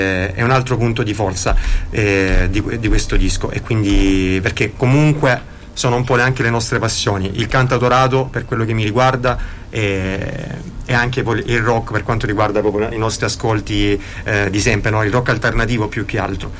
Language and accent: Italian; Lecce, Apulia, Italy; sono di Lecce